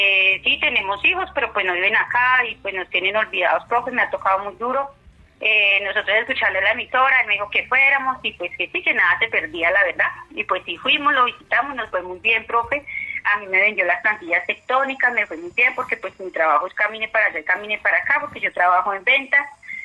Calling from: Murillo, Tolima, Colombia; De aquí, de Murillo, Tolima. Murillo

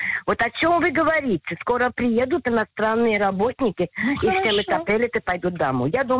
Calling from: Tel Aviv, Tel Aviv District, Israel; Я звоню из Тель-Авива.

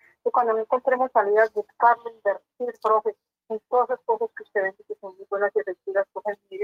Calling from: Chiquinquirá, Boyacá, Colombia; profe. Me estoy llamando desde Chiquinquirá, Boyacá

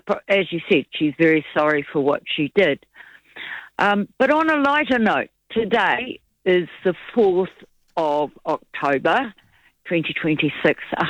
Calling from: Feilding, Manawatū-Whanganui, New Zealand; I'm from Fielding.

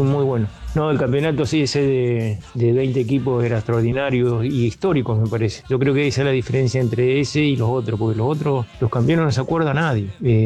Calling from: San Justo, Buenos Aires Province, Argentina; de San Justo

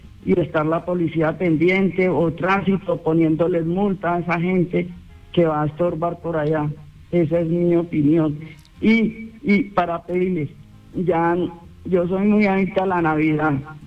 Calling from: Pereira, Risaralda, Colombia; vivo en Alfonso López.

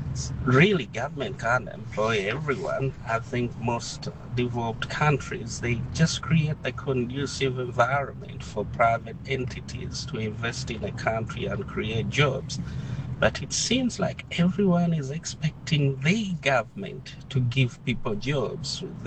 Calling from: Cape Town, Western Cape, South Africa; I'm calling from Cape Town.

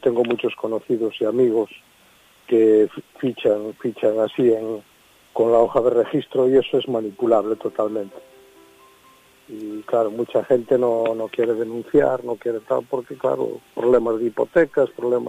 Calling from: Pontevedra, Galicia, Spain; Te llamo de Pontevedra

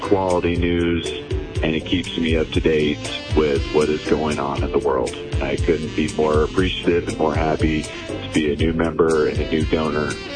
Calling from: Lincoln, Nebraska, United States; from Lincoln, Nebraska.

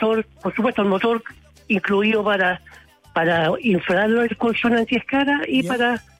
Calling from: Iquique, Tarapacá, Chile; Mira, soy de Iquique.

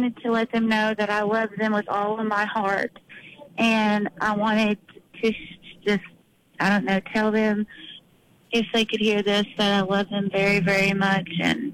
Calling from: Virginia, United States; I'm calling from Live, Virginia.

